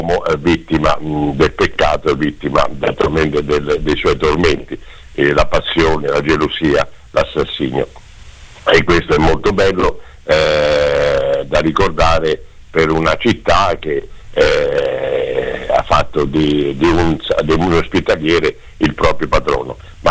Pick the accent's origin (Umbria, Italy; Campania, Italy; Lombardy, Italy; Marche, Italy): Umbria, Italy; Perugia; io Perugino per esempio, e quindi ho nel sangue il sangue di San Giuliano che uccise per gelosia